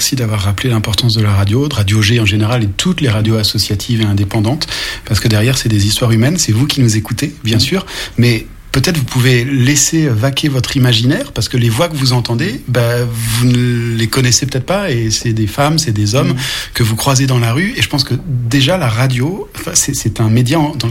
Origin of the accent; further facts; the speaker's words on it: Angers, Pays de la Loire, France; born there; moved away; Et je suis né à Angers, j'ai fait mes études et j'ai travaillé dans différents pays